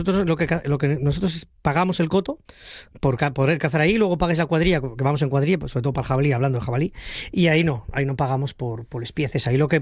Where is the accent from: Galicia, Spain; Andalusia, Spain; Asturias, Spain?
Asturias, Spain; somos asturianos y nosotros, bueno, yo el primero.